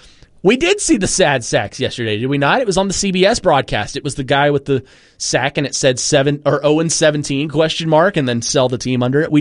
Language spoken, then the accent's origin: English; Kentucky, United States; Keep in mind, I grew up in Kentucky football, which is a historically mediocre program.